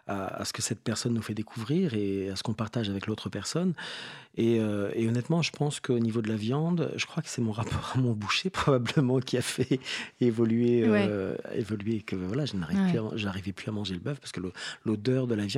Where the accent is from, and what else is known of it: Réunion; moved away as an adult; now in France